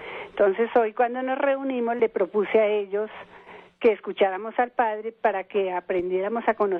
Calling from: Bogotá, Colombia; De acá de Quirigua

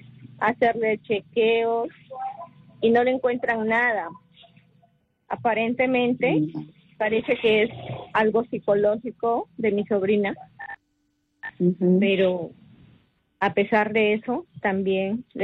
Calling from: Sullana, Piura, Peru; estoy llamando desde Sullana

